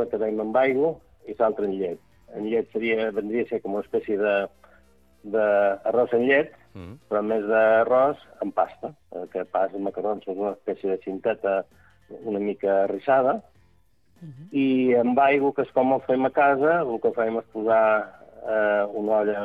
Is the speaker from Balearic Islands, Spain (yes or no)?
yes; Santa Eulària des Riu, Balearic Islands, Spain; som de Santa Eulària, no som de Sant